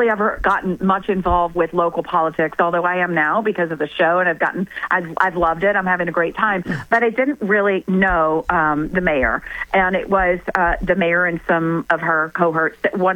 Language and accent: English; Winter Park, Florida, United States; I grew up in Winter Park.